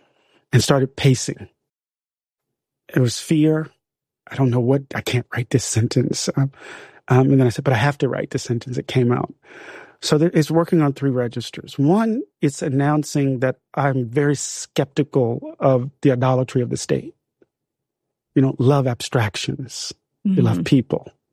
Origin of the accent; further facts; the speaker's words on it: Mississippi, United States; I grew up in Mississippi.